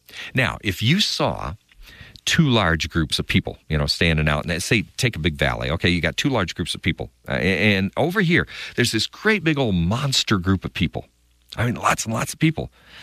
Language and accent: English; Portland, Oregon, United States; moved away; I was a kid growing up in Portland, Oregon